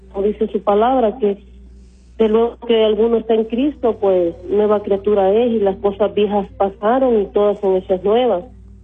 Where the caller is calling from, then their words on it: Comayagüela, Francisco Morazán, Honduras; Le hablo de aquí, de Comayagüela, de la Israel Norte.